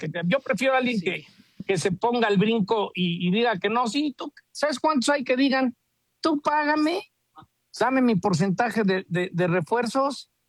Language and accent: Spanish; Mexico; Es vergonzoso como mexicano ver que la publicidad de espectaculares alrededor de la Azteca